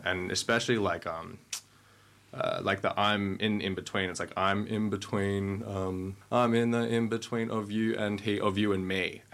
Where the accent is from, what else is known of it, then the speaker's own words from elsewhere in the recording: Central Coast, New South Wales, Australia; I grew up on the Central Coast